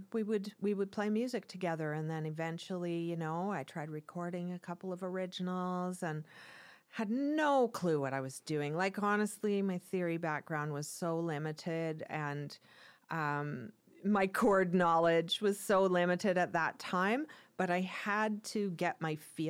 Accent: Prince George, British Columbia, Canada; moved away as an adult; growing up in Prince George

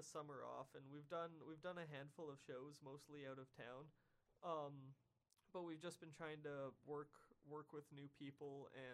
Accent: Prince George, British Columbia, Canada; how being in Prince George has helped the band grow and how growing up in Prince George has helped me grow.

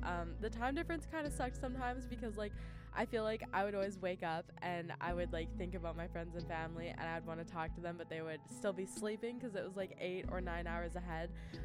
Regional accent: Prince George, British Columbia, Canada; like even just in my hometown, like here in Prince George

